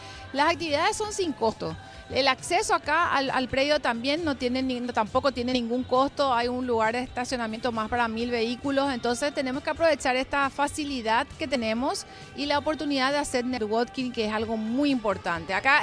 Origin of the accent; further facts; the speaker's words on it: Paraguay; nuestra noche alma guaraní, de la caña, del ron, de la cultura y tradición paraguaya.